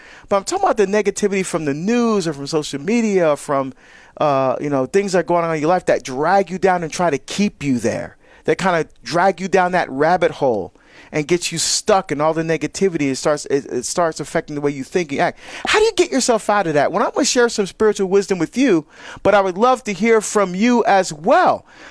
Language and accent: English; New Jersey, United States; Jose is calling from my home state of New Jersey, listening on the EWTN app.